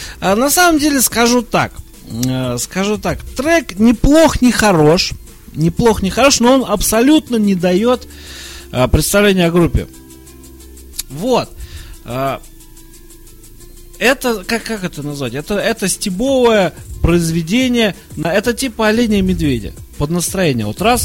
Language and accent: Russian; Tula, Tula Oblast, Russia; also born or lived in United States; Я туляк-то такой, коренной, слишком коренной. То есть я при корнях родился и уехал нахрен. Вот, а когда стало плохо в Америке, вернулся в Тулу.